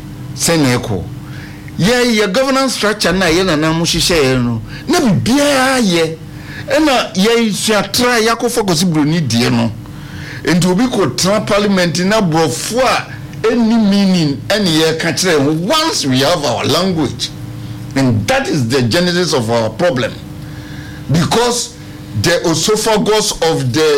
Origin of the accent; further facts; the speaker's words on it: Ghana; Once we are not English people, we are Ghanaians, and we don't have a Ghanaian language.